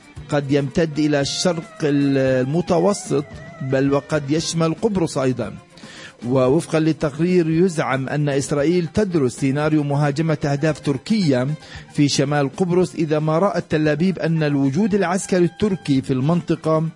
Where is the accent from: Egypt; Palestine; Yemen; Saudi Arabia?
Palestine; في ظل الوضع اللي احنا ما زلنا بنعيشه كفلسطينيين